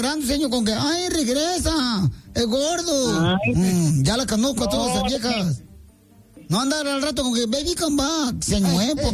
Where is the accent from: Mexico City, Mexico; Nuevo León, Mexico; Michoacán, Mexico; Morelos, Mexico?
Michoacán, Mexico; y yo soy de Michoacán, le quiero ayudar.